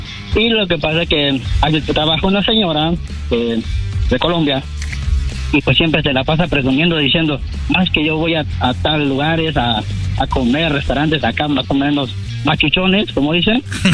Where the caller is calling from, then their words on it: Salt Lake City, Utah, United States; Hablo de acá, de Salt Lake City, Utah.